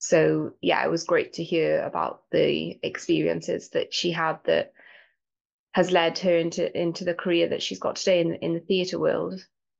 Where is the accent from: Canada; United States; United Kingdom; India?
United Kingdom; Wales; moved away as an adult; now in London, United Kingdom; I'm from South Wales in the UK, but now I live in London. But I definitely identify as Welsh rather than British. All my family are pretty much Welsh. I was lived there until I was 18, until I went to university.